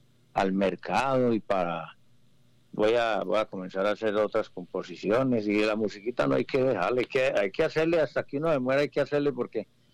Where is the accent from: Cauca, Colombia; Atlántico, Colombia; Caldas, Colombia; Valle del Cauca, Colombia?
Caldas, Colombia; Pensilvania; Yo soy de Pensilvania Caldas y Pensilvania Caldas es muy musical.